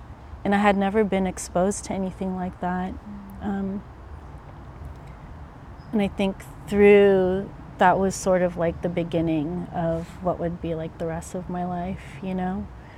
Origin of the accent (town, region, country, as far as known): Philippines; also born or lived in New York / New Jersey / San Francisco; now in Oakland, United States